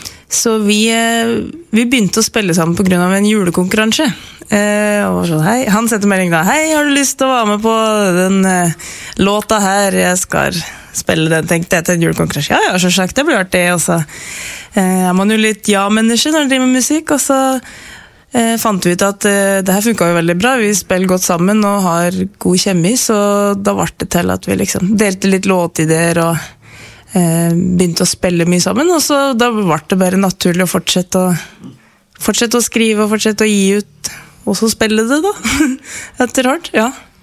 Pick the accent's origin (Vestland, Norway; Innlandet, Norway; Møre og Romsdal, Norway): Innlandet, Norway; Dokka; now in Oslo, Norway; Vi holdt her i Oslo, men jeg kommer, som de hører, ikke fra Oslo. Jeg kommer fra Dokka.